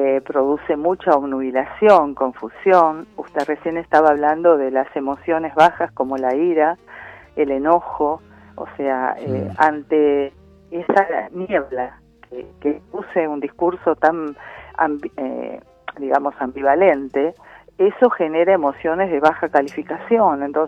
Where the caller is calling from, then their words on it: Buenos Aires, Argentina; de Saavedra.